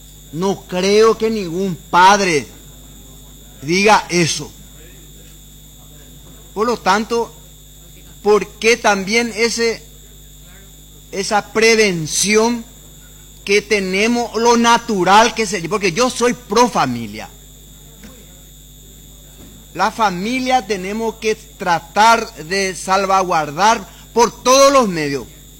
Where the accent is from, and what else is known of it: Paraguay